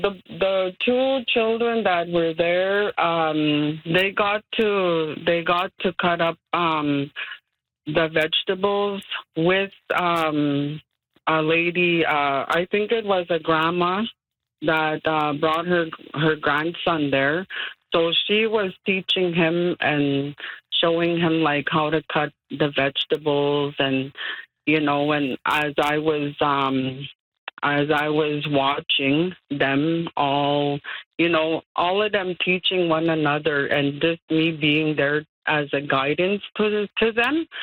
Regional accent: Goodfish Lake, Alberta, Canada; well, I'm originally from Goodfish Lake, Alberta.

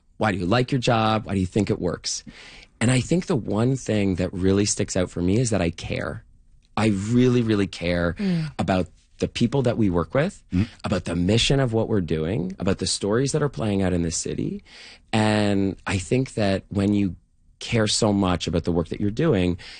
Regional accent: Whitby, Ontario, Canada; born there; moved away; I am from Whitby.

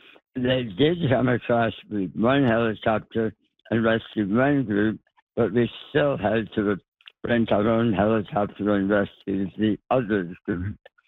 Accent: Northern Canada, Canada; I'm a Northerner. I'm a Canadian.

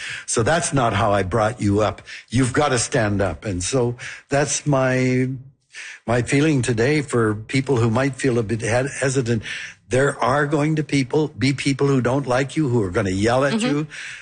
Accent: Canada; The Japanese culture, which, you know, carried over, although my mom and dad were born and raised in Canada, as was I and my sisters

